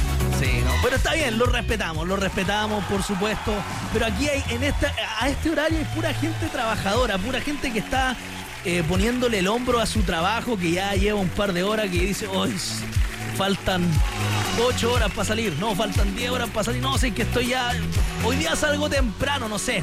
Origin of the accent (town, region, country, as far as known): Chile